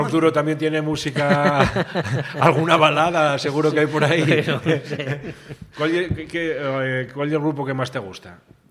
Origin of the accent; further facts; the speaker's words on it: Valladolid, Castile and León, Spain; Oye, que soy de Valladolid.